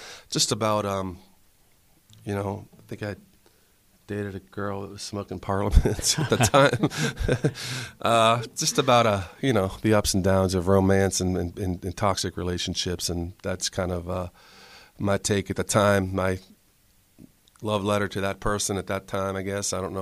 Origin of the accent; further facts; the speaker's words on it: Pittsburgh, Pennsylvania, United States; from the North Hills and live in the city now. In the South Side, I guess, is I've been there for 15 years or so.